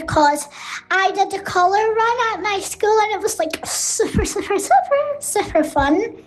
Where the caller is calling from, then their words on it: Glasgow, Scotland, United Kingdom; from Glasgow.